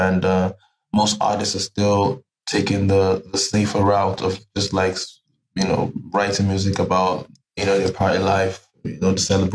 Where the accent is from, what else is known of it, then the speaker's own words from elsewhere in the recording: Lagos, Nigeria; English is a second language; also born or lived in Abuja; now in Germany; I was born in Lagos, Nigeria, but my family is from the east part of Nigeria. So the east, southeast, Imo states. I'm Igbo from tribe. Mm-hmm. But I was born in Lagos. I grew up partly in Lagos.